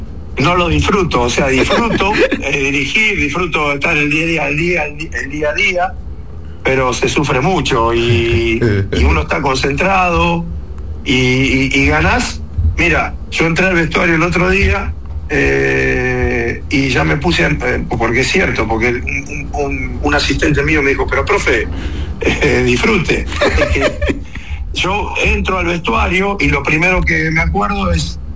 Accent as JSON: {"language": "Spanish", "country": "Argentina", "lives_now": "Dominican Republic", "said": "yo te hablo como un argentino americano, digamos, aplatanado, porque yo estoy muy encariñado con el país"}